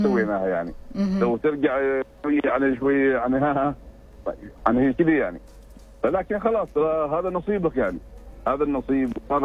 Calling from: Muscat, Muscat Governorate, Oman

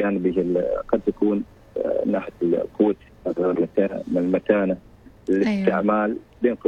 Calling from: Nizwa, Ad Dakhiliyah, Oman; حاليا من ولاية نزوة.

